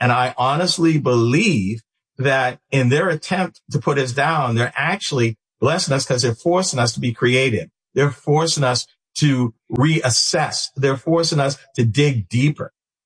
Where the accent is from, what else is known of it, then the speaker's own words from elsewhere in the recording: New England, United States; I grew up in New England.